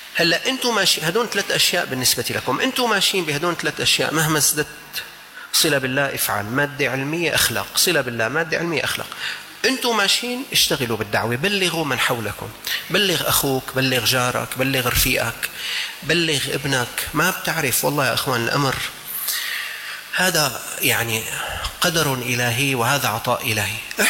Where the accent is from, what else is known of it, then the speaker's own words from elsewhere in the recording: Syria; عندنا في الشام هذا أمر متوفر